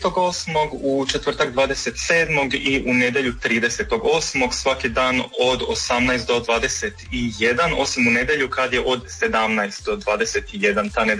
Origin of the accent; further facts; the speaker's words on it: Osijek, Osijek-Baranja County, Croatia; also born or lived in Zagreb; svoje diplomske radove izlažem u svom rodnom mjestu, doduše u Valpovu, ne u Osijeku, ja sam iz Osijeka